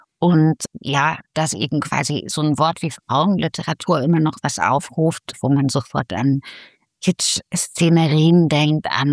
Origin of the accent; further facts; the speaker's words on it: Riesa, Saxony, Germany; born there; Ich bin in der DDR geboren, in Riesa. Ich bin ein sächsisches Mädchen sozusagen.